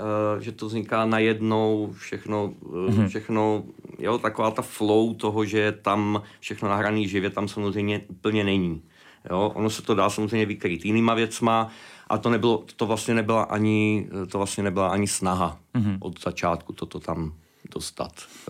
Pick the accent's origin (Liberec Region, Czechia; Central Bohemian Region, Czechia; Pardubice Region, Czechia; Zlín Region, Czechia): Pardubice Region, Czechia; Heřmanův Městec; ve východních Čechách, kde máme oba dva vlastně původní rodiště. Já jsem z Chrudimi, vlastně z Hermanova městce.